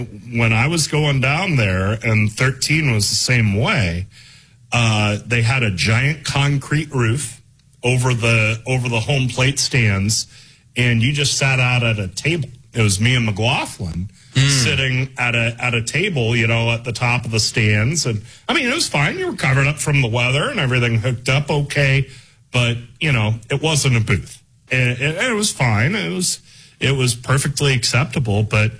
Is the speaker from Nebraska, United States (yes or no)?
yes; Beatrice, Nebraska, United States; now in Lincoln, United States; growing up in Beatrice, I listened to the games.